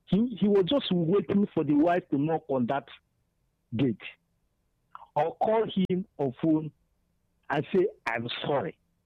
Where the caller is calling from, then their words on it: Enugu, Enugu State, Nigeria; I'm calling from Enugu.